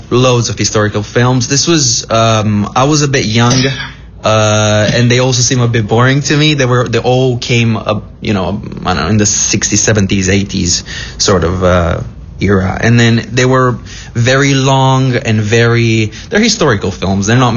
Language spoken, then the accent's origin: English; Transylvania, Romania; growing up in Transylvania